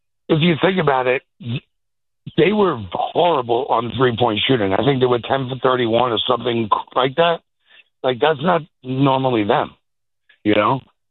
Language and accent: English; Brooklyn, New York, United States; now in Massachusetts, United States; I'm from Brooklyn. I live in Massachusetts now.